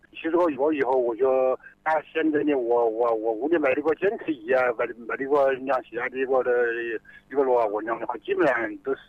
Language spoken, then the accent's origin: Chinese; Shenqiao, China; 我是金山深桥人。